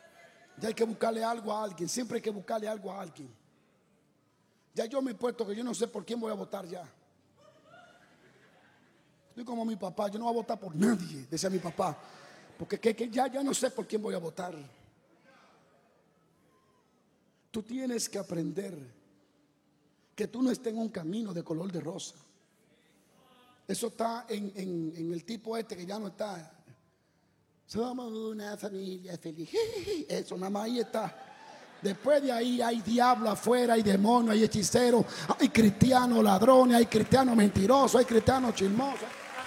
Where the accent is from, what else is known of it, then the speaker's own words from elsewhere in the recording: Dominican Republic; Yo soy dominicano.